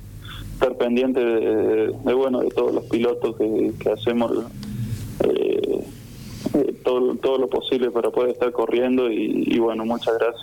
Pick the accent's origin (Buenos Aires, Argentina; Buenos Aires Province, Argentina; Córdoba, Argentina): Córdoba, Argentina; Las Varillas; se siente el apoyo de mi pueblo, de las varillas.